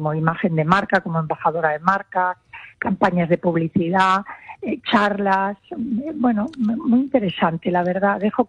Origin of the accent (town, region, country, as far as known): León, Castile and León, Spain